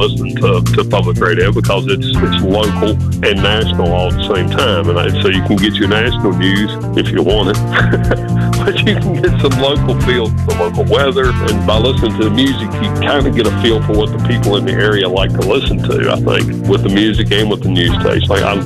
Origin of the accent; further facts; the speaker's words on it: Roanoke, Virginia, United States; from Roanoke, Virginia. Lived here my whole life.